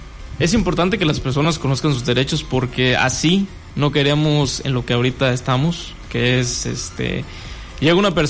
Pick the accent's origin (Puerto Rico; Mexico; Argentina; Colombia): Mexico; son derechos que nosotros tenemos como mexicanos